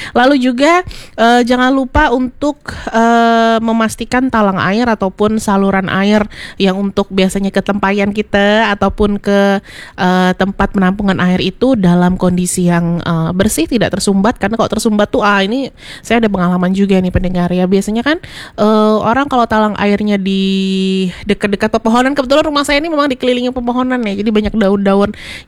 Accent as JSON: {"language": "Indonesian", "town": "Pontianak", "region": "West Kalimantan", "country": "Indonesia", "said": "kita warga Kota Pontianak dan sekitarnya itu banyak yang mengandalkan air hujan juga"}